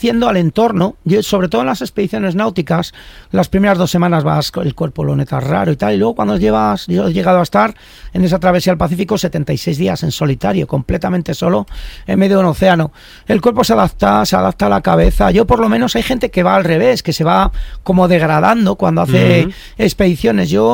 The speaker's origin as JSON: {"language": "Spanish", "town": "Íscar", "region": "Castile and León", "country": "Spain", "tie": "born or raised there", "said": "Soy castellano y ahí nos hacemos duros."}